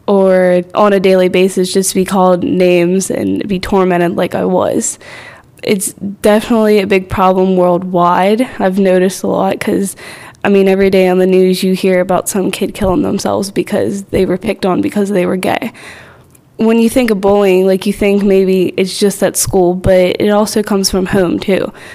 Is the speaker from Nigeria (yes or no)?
no; Manassas, United States; I'm 16. I'm from Manassas, PA.